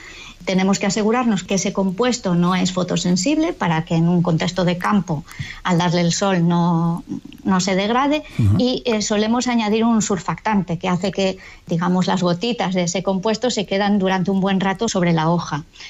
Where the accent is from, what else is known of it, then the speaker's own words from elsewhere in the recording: Galicia, Spain; moved away; yo soy gallega y cuando me vine a Galicia, a la misión biológica